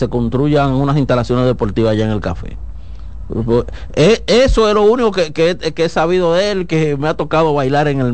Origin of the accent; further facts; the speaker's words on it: Dominican Republic; yo prácticamente soy del Café de Herrera